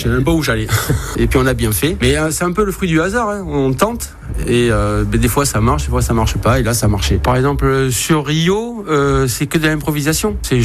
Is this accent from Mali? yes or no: no; La Réole, Nouvelle-Aquitaine, France; moved away as an adult; also born or lived in Cadillac; now in Bordeaux, France; Je suis originaire du sud Gironde, de l'Aréole.